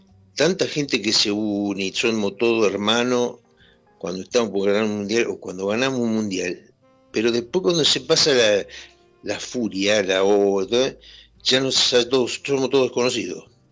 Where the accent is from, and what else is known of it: Rosario, Santa Fe, Argentina